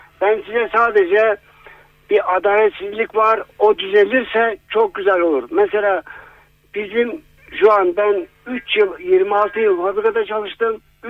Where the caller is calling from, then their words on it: Manisa, Turkey; ben Manisa'dan arıyorum.